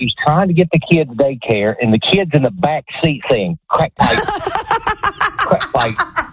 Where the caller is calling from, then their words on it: Memphis, Tennessee, United States; Memphis, Tennessee.